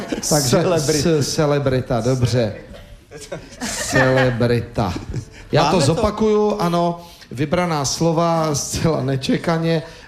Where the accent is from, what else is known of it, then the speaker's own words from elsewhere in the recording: Český Těšín, Moravian-Silesian Region, Czechia; jsem vyrůstal v Českém Těšíně, je to 100 metrů do polských hranic